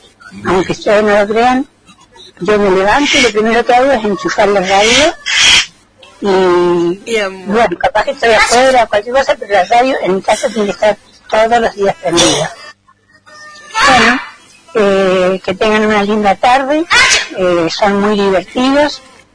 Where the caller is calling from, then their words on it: Cañada Seca, Buenos Aires Province, Argentina; Y soy de Cañada Seca